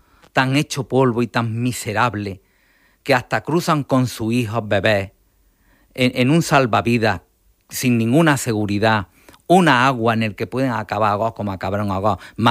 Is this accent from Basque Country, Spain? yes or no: no; Andalusia, Spain; yo por ejemplo, me dicen, tú que eres andaluz, ciudadano del Estado español, pero yo soy andaluz.